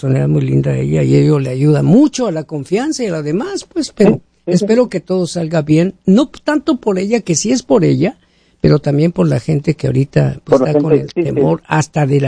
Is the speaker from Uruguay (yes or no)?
no; Venezuela; Somos venezolanos, somos, vamos a decirlo, libres y soberanos.